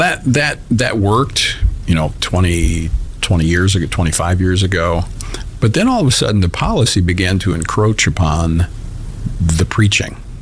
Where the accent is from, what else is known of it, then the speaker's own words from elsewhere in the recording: Louisiana, United States; I've been through a number of natural disasters in my home state of Louisiana in different capacities as a pastor of a church, in the legislatures, in law enforcement.